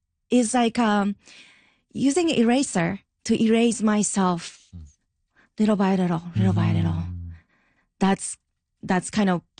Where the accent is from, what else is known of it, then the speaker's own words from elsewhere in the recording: Japan; English is a second language; I'm from Japan and like there's a storytelling happening in the beginning, but that's real my story.